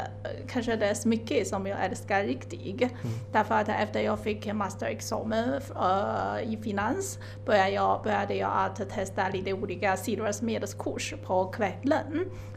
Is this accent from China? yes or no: yes; China; Swedish is a second language